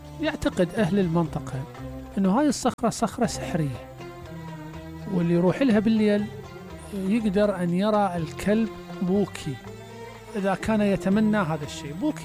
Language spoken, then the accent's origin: Arabic; Iraq; احنا ما عندنا بالعراق